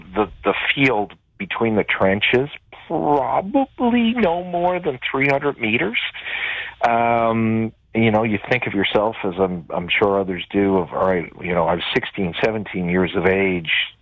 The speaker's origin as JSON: {"language": "English", "region": "Newfoundland and Labrador", "country": "Canada", "said": "Well, you know I'm from Newfoundland and Labrador. I'm very proud of that."}